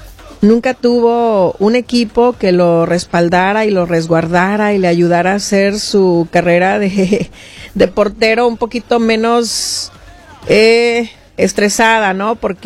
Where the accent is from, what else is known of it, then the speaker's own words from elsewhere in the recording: Mexico; para nosotros como mexicanos